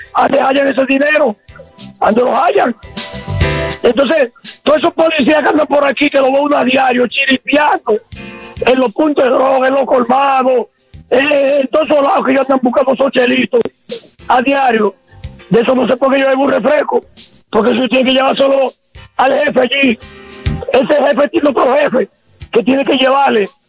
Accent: Baní, Peravia, Dominican Republic; nosotros aquí, llanamente aquí en el pueblo, que somos de aquí de Baní

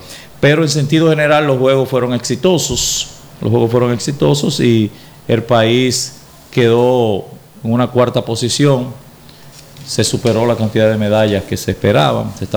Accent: Peravia, Dominican Republic; En el caso de nosotros, de la provincia de Peravia

